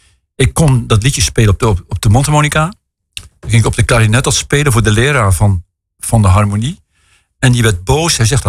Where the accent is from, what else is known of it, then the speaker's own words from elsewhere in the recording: Westwoord, Netherlands; born there; En wij hadden als een van de weinigen in het dorp waar ik geboren ben, Westwoord, hadden wij tv.